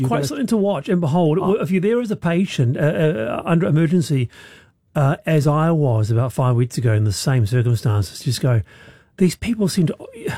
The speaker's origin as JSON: {"language": "English", "region": "Auckland", "country": "New Zealand", "tie": "born or raised there", "said": "It's a picture of me growing up in Manurewa. And here I am, 8 years old."}